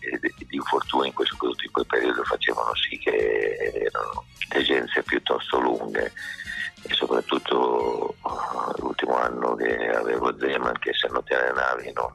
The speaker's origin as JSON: {"language": "Italian", "region": "Emilia-Romagna", "country": "Italy", "tie": "born or raised there", "moved": "as an adult", "said": "andai a giocare a Foggia, che era la prima volta che uscivo dal mio paese, dalla mia regione, dalla Romagna."}